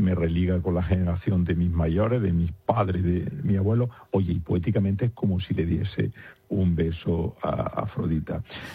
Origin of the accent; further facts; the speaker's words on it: Jaén, Andalusia, Spain; born there; yo, por haber nacido en Jaén, digamos